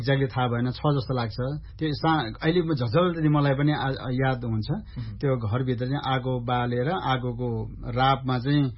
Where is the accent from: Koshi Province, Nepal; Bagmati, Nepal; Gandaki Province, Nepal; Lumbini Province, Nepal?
Gandaki Province, Nepal; Banspod; first language Tamang; Nepali is a second language; जन्म लमजुङ जिल्लाको त्यति बेलाको नौथर गाविसमा वडा नम्बर 2 बाँसपोड गाउँ भन्छ, त्यहाँ मेरो जन्म भएको हो र म त्यहाँ हुर्केको हुँ।